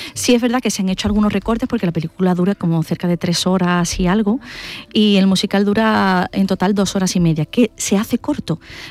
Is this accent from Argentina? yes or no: no; Andalusia, Spain; moved away; ya por fin nos toca Andalucía, que yo ya tenía ya ganas de venir a mi tierra